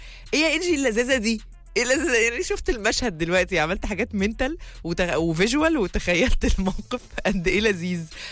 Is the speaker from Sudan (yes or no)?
no; Egypt; احنا عندنا كمصريين